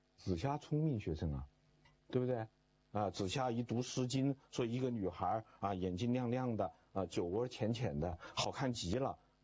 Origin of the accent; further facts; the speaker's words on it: China; 因为孔子的学生问仁一般不问定义，就当时这个我们中国人的这个学习方式和现在是不一样的，不喜欢下定义的